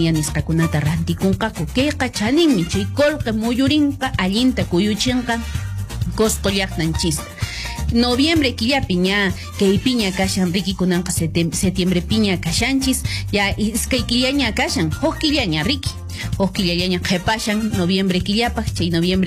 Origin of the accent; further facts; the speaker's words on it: Cusco, Peru; un cusqueño como nosotros, nuestro paisano.